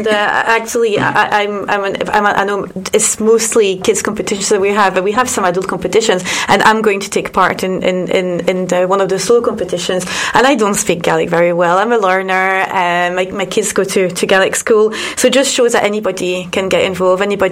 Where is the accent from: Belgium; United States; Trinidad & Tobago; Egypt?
Belgium; now in Scotland; No, I'm from Belgium.